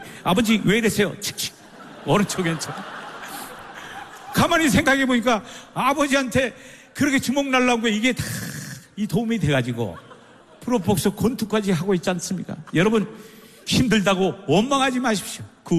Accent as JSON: {"language": "Korean", "area": "Gageodo", "region": "South Jeolla", "country": "South Korea", "tie": "born or raised there", "moved": "yes", "said": "배를 타고 4시간 가면은 가거도라는 섬이 나와요. 최서남단 가거도 오비의 아들로 태어났습니다."}